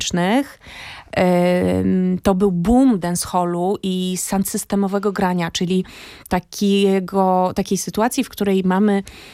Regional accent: Łomża, Podlaskie Voivodeship, Poland; now in Warsaw, Poland; ja się wywodzę z Łomży, a tam to miasto nie jest zbyt duże i rzeczywiście można się wszędzie dostać w 15 minut. Ale od 20 lat, na Boga, mieszkam w Warszawie.

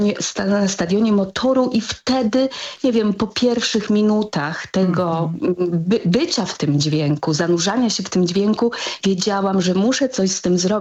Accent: Łódź, Łódź Voivodeship, Poland; jako dziecko, jako łodzianka, bo ja pochodzę z Łodzi, dorastałam w Łodzi w latach 80.

